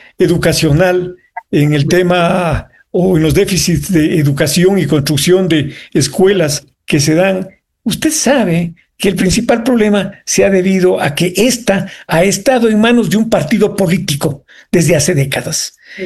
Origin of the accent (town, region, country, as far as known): Ecuador